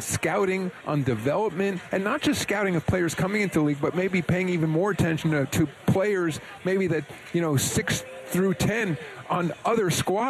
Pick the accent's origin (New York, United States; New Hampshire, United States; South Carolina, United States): New York, United States; I'm a New Yorker